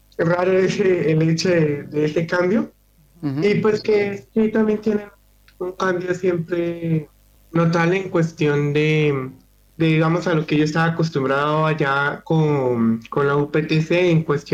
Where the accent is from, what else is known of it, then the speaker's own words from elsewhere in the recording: Sogamoso, Boyacá, Colombia; moved away as an adult; now in Concordia, Argentina; Yo vengo de, pues, como su madre ya lo mencionó, del país de Colombia, más específicamente del departamento de Boyacá, de la ciudad de Sogamoso.